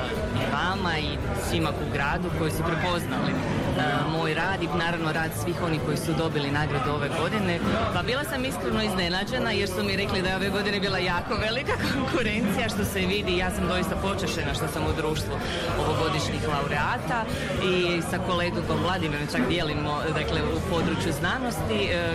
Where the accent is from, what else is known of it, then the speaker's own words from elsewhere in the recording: Metković, Dubrovnik-Neretva County, Croatia; zato što sam prva opisala, jeli, govor našeg grada.